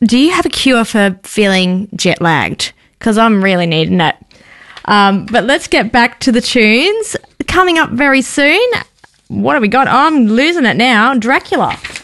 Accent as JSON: {"language": "English", "town": "Hobart", "region": "Tasmania", "country": "Australia", "said": "because those who don't know, I'm from Hobart. I came over to Melbourne today."}